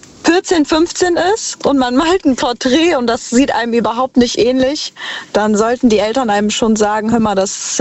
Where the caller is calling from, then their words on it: Cologne, North Rhine-Westphalia, Germany; Ich bin aus Köln.